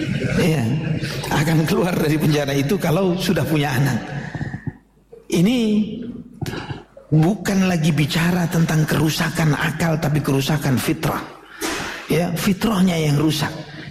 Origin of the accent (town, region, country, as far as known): Surabaya, East Java, Indonesia; born there